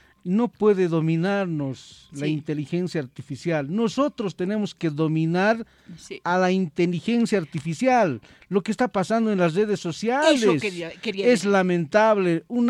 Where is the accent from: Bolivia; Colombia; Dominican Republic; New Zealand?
Bolivia; seres humanos que somos bolivianos, bolivianas, indígenas, mineros, campesinos, ciudadanos a pie